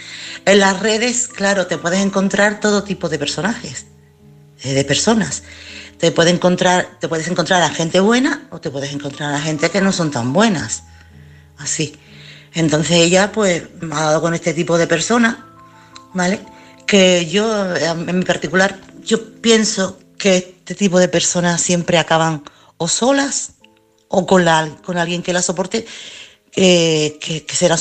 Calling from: Chiclana de la Frontera, Andalusia, Spain; corresponsal de Chiclana.

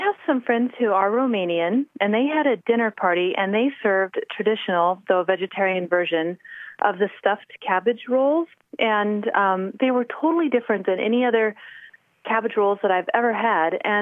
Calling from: Idaho, United States

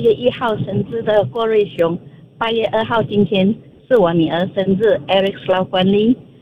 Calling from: Penang, Malaysia

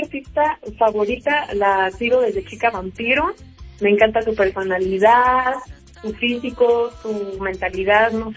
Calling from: Cuautitlán Izcalli, State of Mexico, Mexico; De Cuautitlán Izcalli.

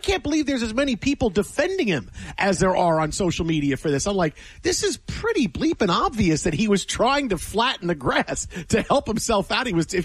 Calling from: Sioux Falls, South Dakota, United States

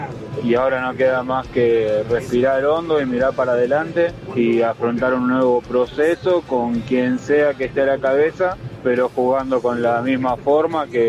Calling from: Lomas de Zamora, Buenos Aires Province, Argentina; de Lomas, viajando a Saladillo.

